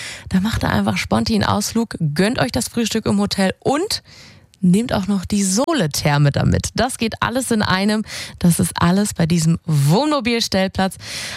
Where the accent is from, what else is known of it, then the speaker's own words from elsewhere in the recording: Saxony, Germany; Das ist mehr oder weniger direkt vor der Haustür und den sächsischen Tourismus als Sachse stärken.